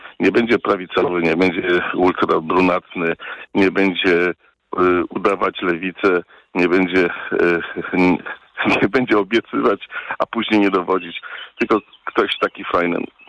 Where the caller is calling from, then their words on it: Lubusz Voivodeship, Poland; na Ziemi Lubuskiej